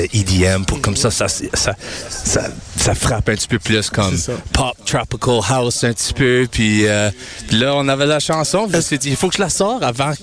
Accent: Winnipeg, Manitoba, Canada; C'est ça qu'on est des Winnipegois.

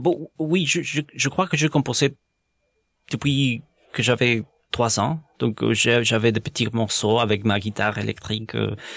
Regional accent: Mexico City, Mexico; moved away as an adult; also born or lived in British Columbia; now in Montreal, Canada; Je suis originaire du Mexique, de Mexico. J'habitais là pendant 30 ans.

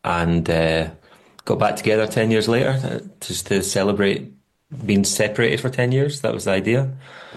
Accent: Falkirk, Scotland, United Kingdom; We're from Falkirk.

